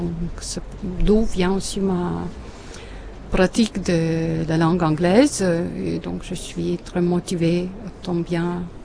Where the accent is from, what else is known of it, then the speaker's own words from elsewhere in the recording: Latvia; French is a second language; moved away as an adult; now in Pornic, France; Moi-même, je ne suis pas française, je viens d'un petit pays qui est Lettonie, mais j'habite à Pornic une vingtaine d'années.